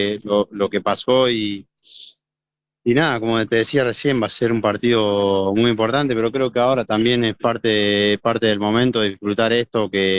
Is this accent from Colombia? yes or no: no; Argentina; agradecido de ser argentino